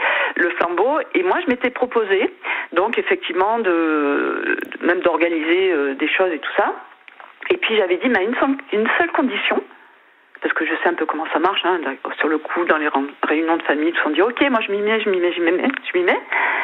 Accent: Algeria; born there; Bon, moi, je suis née en Algérie, je crois aussi, je suis une des dernières à être née là-bas.

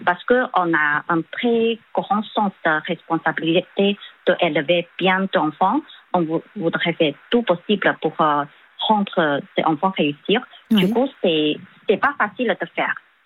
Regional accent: China; French is a second language

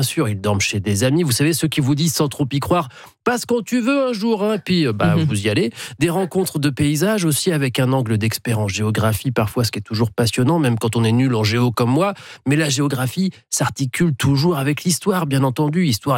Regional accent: France; On reconnaît la Loire. Je le sais, je viens des bords de Loire

